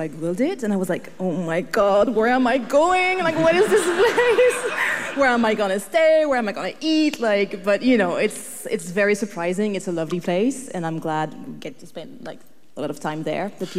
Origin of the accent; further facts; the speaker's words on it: France; English is a second language; I'm ashamed, I'm a very bad French person.